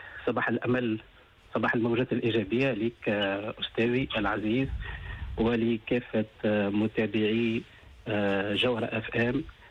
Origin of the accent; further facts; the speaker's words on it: Tunis, Tunis Governorate, Tunisia; لا، أنا ولد تونس، لكن أنا في توجهي الأدبي يعني أكتب لكل ما هو وطني، لكل ما هو تونسي